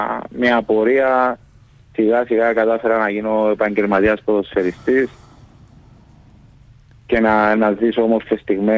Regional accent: Nicosia, Nicosia District, Cyprus; Η καταγωγή μου, είμαι από τη Λευκωσία. Η μητέρα μου όμως είναι από την Ελλάδα.

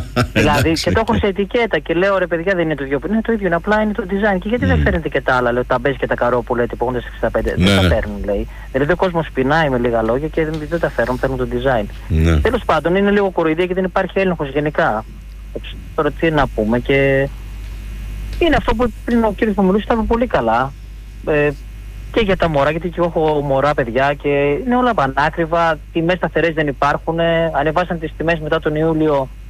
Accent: Trikala, Thessaly, Greece; Εντάξει, και εγώ γενικά δεν είμαι από εδώ, είμαι σύζυγος, εγώ από Τρίκαλα είμαι.

